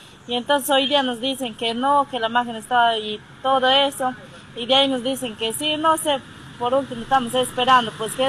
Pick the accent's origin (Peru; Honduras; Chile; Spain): Peru; Juanjuí, San Martín; Mi hijita, yo vengo de Juanjuy, estoy aquí desde el jueves, ya.